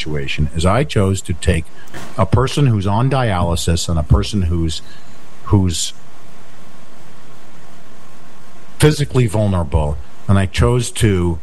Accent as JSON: {"language": "English", "region": "New Jersey", "country": "United States", "also_born_or_lived": "Westwood, Bergen County", "moved": "yes", "lives_now": "New Hampshire, United States", "said": "And I'm from New Jersey"}